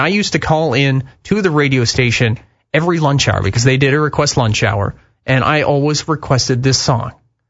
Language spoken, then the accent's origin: English; Lumsden, Saskatchewan, Canada; I was working at a little hole-in-the-wall burger shack just outside Lumsden, Saskatchewan, my hometown.